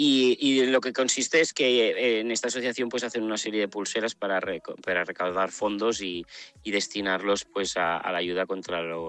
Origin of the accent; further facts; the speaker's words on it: Vilanova i la Geltrú, Catalonia, Spain; nosotros somos de Vilanova y la Geltrú. Crecimos en Vilanova y la Geltrú y nos encanta hacer festivales en nuestra ciudad.